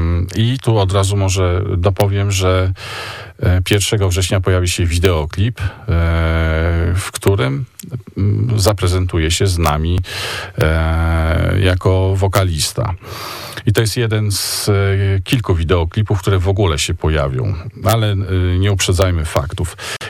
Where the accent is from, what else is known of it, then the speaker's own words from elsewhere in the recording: Kwidzyn, Pomeranian Voivodeship, Poland; Zresztą obaj pochodzimy z tego samego miasta, czyli Kwizyn. Wychowaliśmy